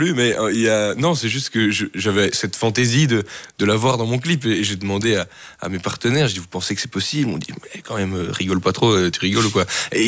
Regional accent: Mons, Wallonia, Belgium; Oui, je viens de Mons, effectivement.

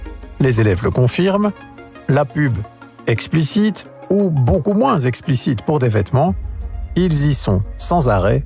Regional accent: Belgium

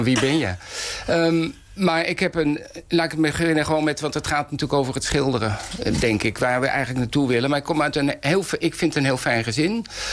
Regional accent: Amersfoort, Utrecht, Netherlands; born there; Ik ben geboren in Amersfoort.

